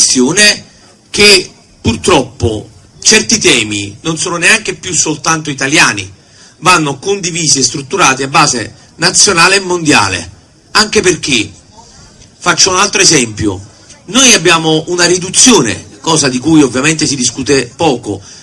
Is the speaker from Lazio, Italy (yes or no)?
no; Naples, Campania, Italy; da napoletano e da meridionale